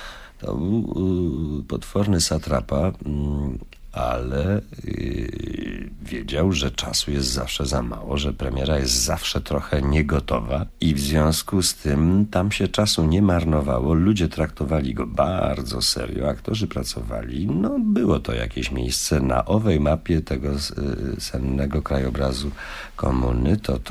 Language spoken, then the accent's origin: Polish; Łódź, Łódź Voivodeship, Poland; born there; moved away as an adult; also born or lived in Kalisz / Poznań / Warsaw; now in Kraków, Poland; urodziłem się w Łodzi na Łęczyckiej 8.